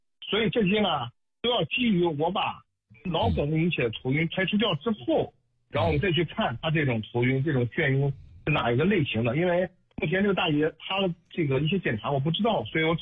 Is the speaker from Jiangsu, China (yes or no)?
yes; Xuzhou, Jiangsu, China; accent: Xuzhou dialect; 我们徐州话叫打磕